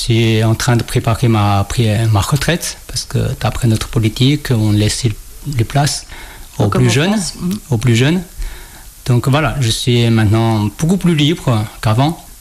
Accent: Shaanxi, China; French is a second language; now in Wujiang, China; mon pays natal, qui n'est pas à Wujian, qui est dans la région de Xi'an.

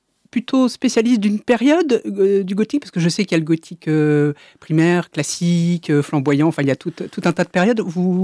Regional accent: Normandy, France; moi, je viens de Haute-Normandie

